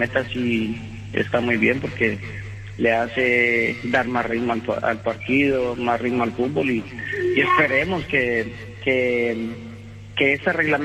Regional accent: Colombia; nosotros como colombianos

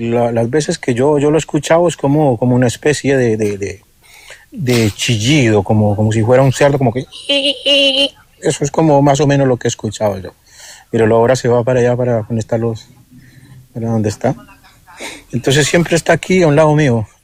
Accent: Colombia; como decimos, como el colombiano

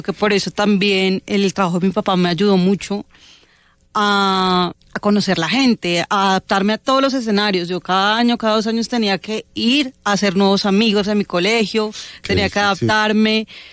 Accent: Popayán, Cauca, Colombia; born there; Yo nací en Popayán.

